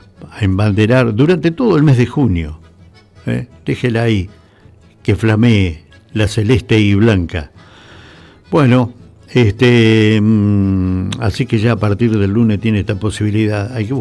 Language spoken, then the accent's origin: Spanish; Argentina; Somos argentinos